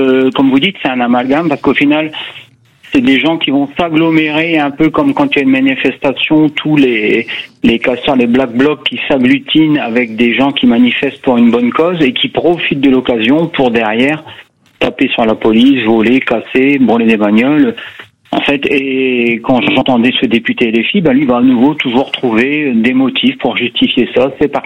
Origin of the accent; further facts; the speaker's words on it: Hauts-de-France, France; c'est vrai que par chez nous, dans le Pas-de-Calais, alors peut-être parce qu'on n'a pas beaucoup de mères et des filles, ça se passe plutôt bien.